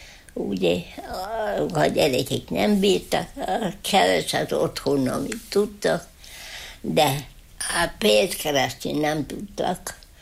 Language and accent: Hungarian; Parád, Heves, Hungary; Én itt születtem.